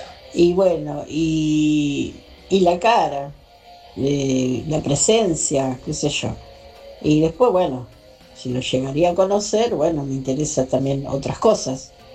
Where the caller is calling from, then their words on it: Buenos Aires, Argentina; acá de Flores